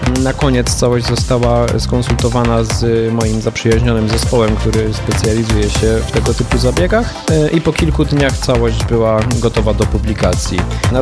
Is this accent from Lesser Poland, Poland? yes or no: no; Piekary Śląskie, Silesian Voivodeship, Poland; pochodzę z Piekar Śląskich